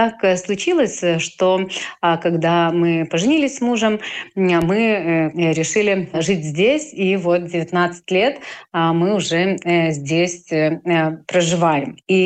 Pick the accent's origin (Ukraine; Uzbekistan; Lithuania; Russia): Lithuania; Nemėžis, Vilnius County; now in Grigiškės, Lithuania; мы являемся литовскими татарами, которых привез князь Витутас более чем 600 лет назад в Литву. И вот так же, как поселил татар в Немеже, мы сами из Немежа, Вильнюсского района